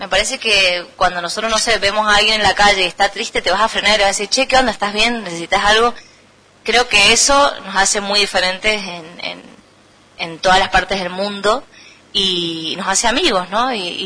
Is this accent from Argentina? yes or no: yes; Argentina; nosotros tenemos una manera bastante colectiva de hacerlo.